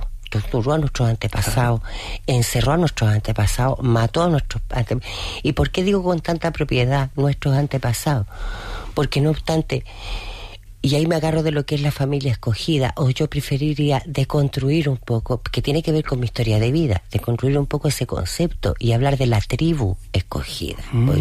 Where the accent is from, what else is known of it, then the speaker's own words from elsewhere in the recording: Chile; porque en mi país la clase media es una caricatura, habemos chilenos ricos, hay chilenos ricos y habemos chilenos pobres.